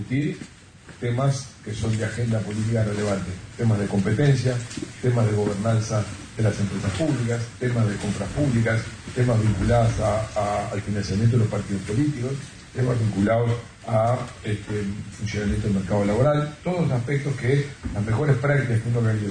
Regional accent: Uruguay

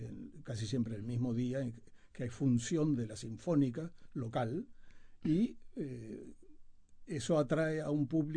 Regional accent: Uruguay; now in United States; soy uruguayo en Estados Unidos

